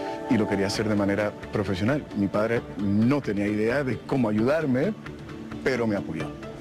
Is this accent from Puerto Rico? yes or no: yes; Puerto Rico; Yo vengo de Puerto Rico, de Río Piedras.